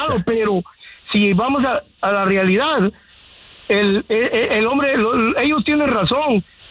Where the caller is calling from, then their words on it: Guatemala; Yo como guatemalteco